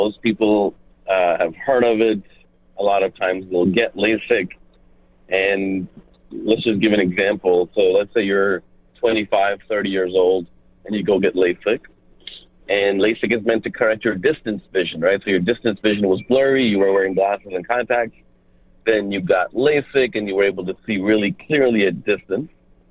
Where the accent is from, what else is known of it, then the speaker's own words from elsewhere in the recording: Tyler, Texas, United States; moved away as an adult; now in Dallas-Fort Worth, United States; I am from this general area. I grew up in East Texas, Tyler, Texas, but for the past several years, we've been in DFW. Frisco, Plano is kind of home, all of our families in the location.